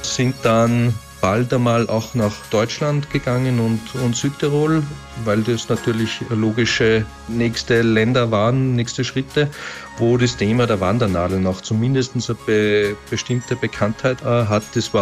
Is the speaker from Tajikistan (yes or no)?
no; Schladming, Styria, Austria; also born or lived in Vienna; Ich komme aus Schladming in der Steiermark, Österreich